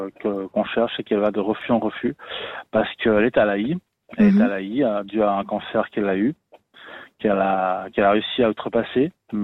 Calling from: Geneva, Switzerland; de Genève.

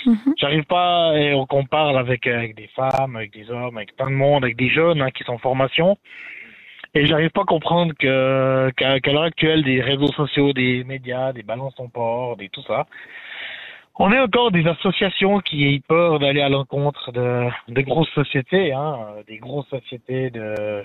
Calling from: Romandy, Switzerland; là je suis dans la Suisse romande.

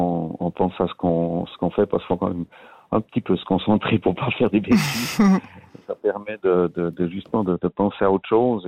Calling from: Estavayer, Fribourg, Switzerland; là, j'habite sur la... Estavayer, le lac

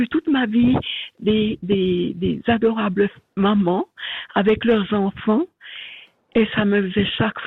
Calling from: Vaud, Switzerland; Entre Lausanne et Nyon.

